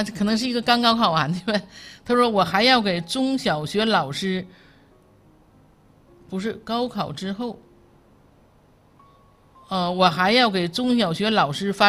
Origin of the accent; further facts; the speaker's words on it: China; 因为从我们中国来讲，可以说就是因为我们中国人就是尊师重教。